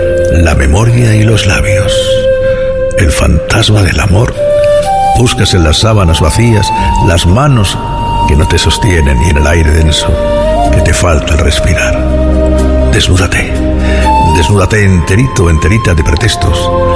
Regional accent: Murcia, Region of Murcia, Spain; Murcia Capital, mi tierra

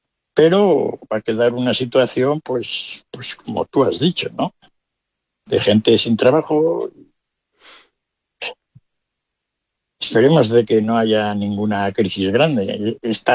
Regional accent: Spain; todo el desastre que ya somos expertos los españoles mundiales

